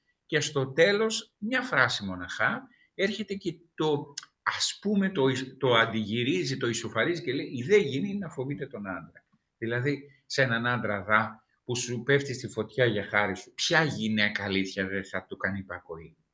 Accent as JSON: {"language": "Greek", "region": "Crete", "country": "Greece", "said": "Εγώ είμαι από την Κρήτη."}